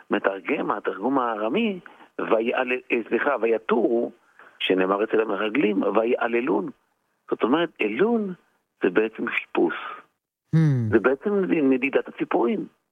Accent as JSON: {"language": "Hebrew", "area": "Beit She'an Valley", "region": "Northern District", "country": "Israel", "tie": "born or raised there", "said": "אני נולדתי בעמק המעיינות, אז קראו לו זה עמק בית שאן."}